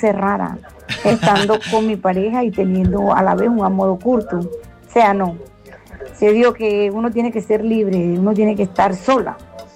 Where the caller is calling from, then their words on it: Venezuela; una venezolana fiel oyente a ustedes.